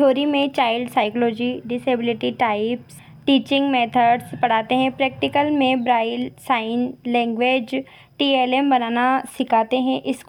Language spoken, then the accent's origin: Hindi; Iklera, Rajasthan, India; मैं इकलेरा की रहने वाली हूँ।